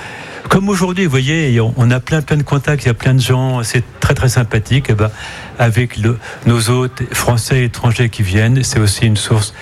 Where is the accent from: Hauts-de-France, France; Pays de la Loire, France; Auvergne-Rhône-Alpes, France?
Pays de la Loire, France; Le Mans; now in Paris, France; moi je suis originaire du Mans, mais on est parisien